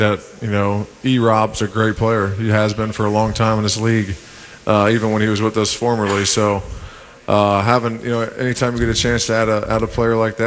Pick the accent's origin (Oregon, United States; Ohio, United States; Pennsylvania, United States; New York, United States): Ohio, United States; Columbus; moved away; I grew up in Columbus, so like, nothing was unfamiliar to me.